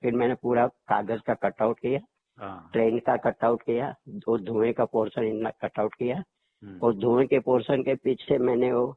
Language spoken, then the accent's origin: Hindi; Gujarat, India; मैं भी गुजराती हूँ